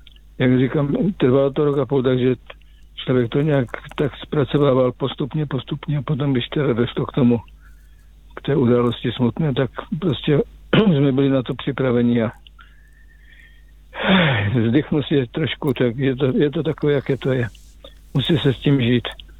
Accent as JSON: {"language": "Czech", "town": "Žeravice", "region": "South Moravian Region", "country": "Czechia", "tie": "born or raised there", "moved": "yes", "lives_now": "Kopřivnice, Czech Republic", "said": "já jsem teda z Kopřivnice, ale vyrůstal jsem v Žeravicích, takže to je 6 km od Brzence."}